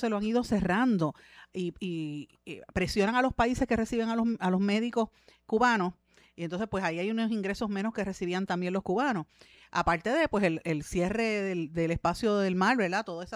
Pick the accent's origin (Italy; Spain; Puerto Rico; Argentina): Puerto Rico; yo soy súper puertorriqueña y amo a mi país